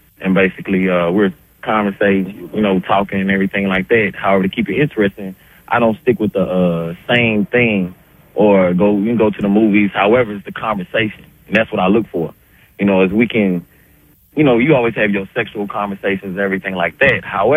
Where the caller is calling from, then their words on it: Montgomery, Alabama, United States; I'm calling from Montgomery, Alabama right now.